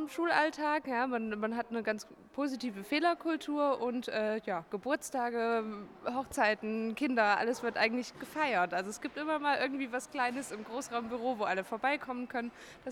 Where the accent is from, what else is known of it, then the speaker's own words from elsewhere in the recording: Thuringia, Germany; moved away as an adult; now in Leipzig, Germany; Ich komme aus Thüringen gebürtig und mich hat es nach dem Studium nach Leipzig verschlagen.